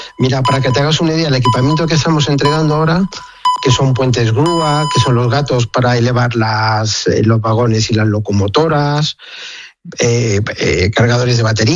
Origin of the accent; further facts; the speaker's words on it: Spain; como español me decían, ostras, dice, este tío tiene que saber un huevo de fútbol